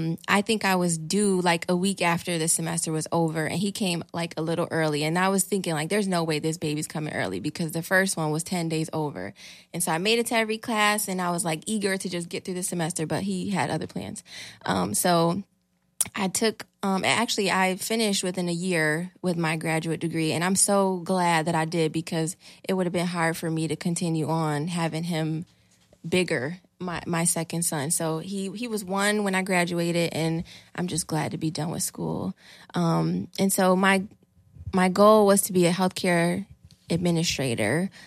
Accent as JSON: {"language": "English", "town": "Rochester", "region": "New York", "country": "United States", "tie": "born or raised there", "said": "I am born and raised in Rochester. I graduated from East High School in 2008."}